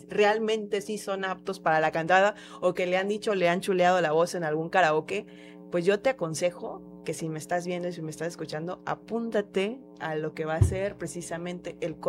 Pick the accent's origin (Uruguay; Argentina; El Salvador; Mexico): Mexico; Tabasco; lo traemos en la sangre y la voz tabasqueña es algo que realmente ha caracterizado mucho y así como nuestro acento